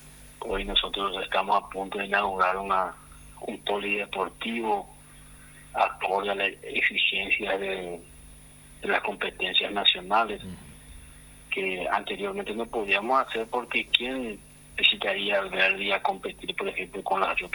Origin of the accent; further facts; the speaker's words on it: Ñeembucú, Paraguay; nuestra identidad como paraguayos